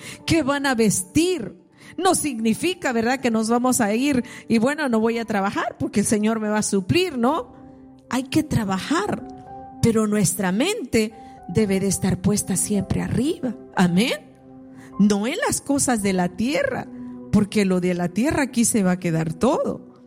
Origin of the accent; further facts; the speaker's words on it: El Salvador; Yo soy así, las del Salvador somos así.